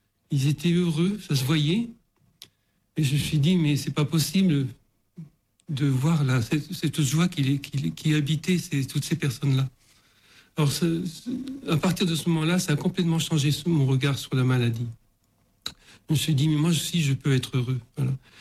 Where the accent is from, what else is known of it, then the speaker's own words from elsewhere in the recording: Lourdes, Occitanie, France; Et je me suis présenté, je lui ai dit que je venais de Lourdes.